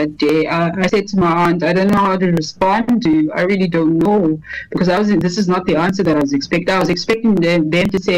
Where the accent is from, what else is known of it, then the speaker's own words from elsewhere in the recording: Western Cape, South Africa; but now I grew up in the Western Cape. That is a much more, like, a better province with more resources.